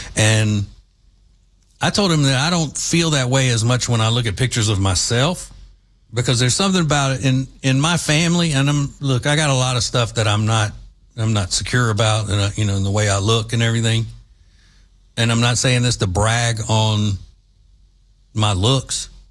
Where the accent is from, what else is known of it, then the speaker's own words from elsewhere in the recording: Louisiana, United States; And, you know, even though I grew up in Central Louisiana, the closest Major League Baseball team to me was the Houston Astros.